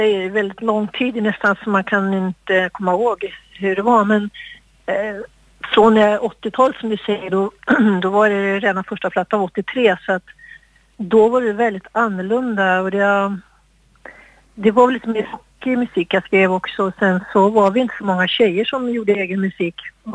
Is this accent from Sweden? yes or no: yes; Jämtland County, Sweden; moved away; jag kommer ju också från Jämtland från början.